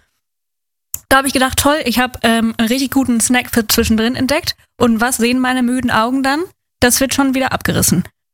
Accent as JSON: {"language": "German", "country": "Germany", "moved": "yes", "lives_now": "Berlin, Germany", "said": "Ich bin aus dem Westen"}